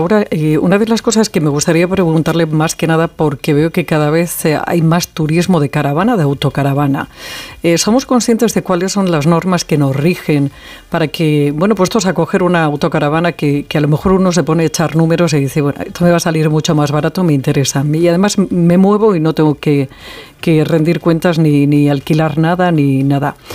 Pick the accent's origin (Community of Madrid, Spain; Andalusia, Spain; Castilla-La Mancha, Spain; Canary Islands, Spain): Community of Madrid, Spain; aquí los madrileños